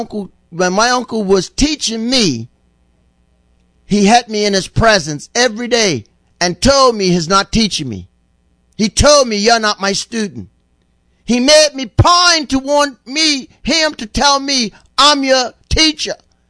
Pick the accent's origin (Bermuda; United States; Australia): Bermuda; I come from White Hill, okay? I come from the country.